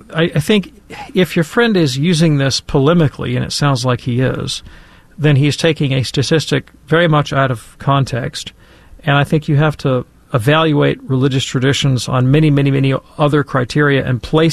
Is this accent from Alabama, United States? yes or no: yes; Alabama, United States; Alabama, my home state, which is overwhelmingly politically conservative and at least ideologically not favorable to divorce